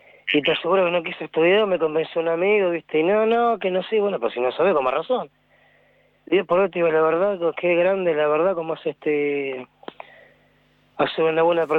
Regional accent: La Tablada, Buenos Aires Province, Argentina

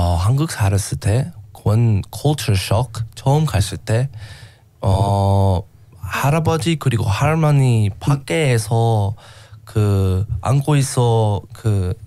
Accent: Australia; Korean is a second language; 저는 그냥 완전 촌놈 호주 촌놈 처럼 그냥 예 제가 처음 시작했을 때 제가 그 유명해 호주 영어 인스타그램 페이지 많이 물어봤어요.

